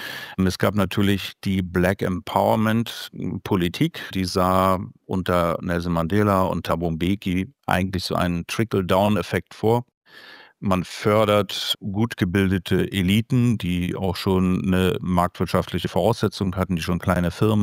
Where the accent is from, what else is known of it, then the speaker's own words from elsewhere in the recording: East Germany, Germany; als Ostdeutscher